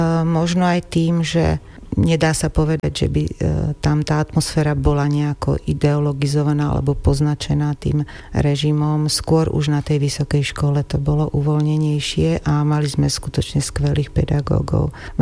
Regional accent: Gelnica, Košice Region, Slovakia; Pochádzam z Gelnice. Gelnica je mesto v južnej časti Spiša, ktoré má vôbec táto oblasť, má veľmi zaujímavý dialekt. A okrem toho moji rodičia pochádzajú z Gemera.

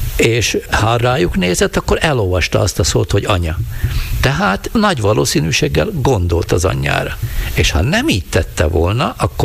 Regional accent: Kéménd, Nitra Region, Slovakia; moved away; bár nagyon régen nem élek Kéménden, de sok mindent, hát még a öcsém ott van mindig, sok minden köt Kéménthez, nyilván fog is, mert hát ott nőttem föl.

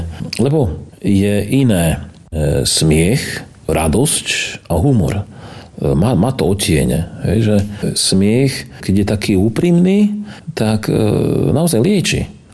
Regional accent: Prešov Region, Slovakia; accent: Šariš dialect; aj ja mám také obľúbené nárečové slova šariské.

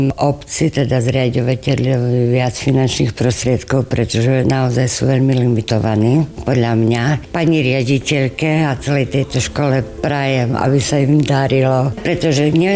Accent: Prešov, Prešov Region, Slovakia; moved away as an adult; now in Vyšný Žipov, Slovakia; Ja som Prešovčanka.

